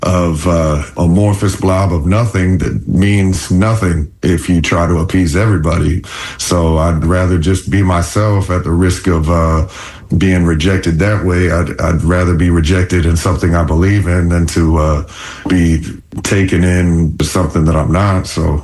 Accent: Orlando, Florida, United States; now in Tampa, United States; I moved specifically to Tampa Bay from Orlando, where I grew up, because there was support for live music.

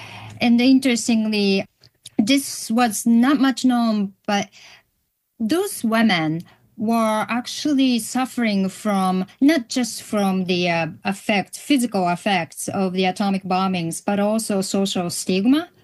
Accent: Hiroshima, Japan; moved away; Growing up in Hiroshima, and especially in the 70s, 80s

